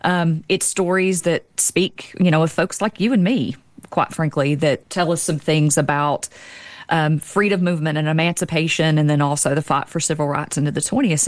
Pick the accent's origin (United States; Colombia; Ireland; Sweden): United States; Kentucky; I mean, I'm from Eastern Kentucky, and it makes me excited to hear about things that are going on